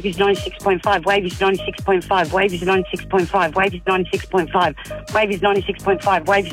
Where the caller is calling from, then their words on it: Berkeley, New South Wales, Australia; I'm from Berkeley.